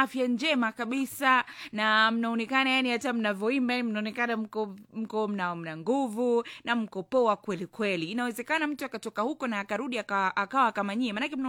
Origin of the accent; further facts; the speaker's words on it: Arusha, Tanzania; born there; Najua mimi nimezaliwa Mianzini hapo.